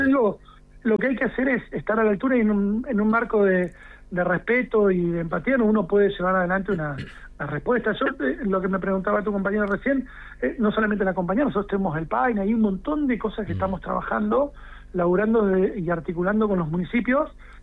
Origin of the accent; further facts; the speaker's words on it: Santa Cruz, Argentina; Yo soy de Zona Norte y la anduve